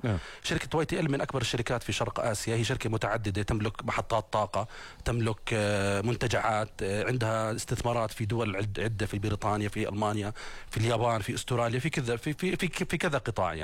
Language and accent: Arabic; Jordan; موجوده عندنا في الاردن.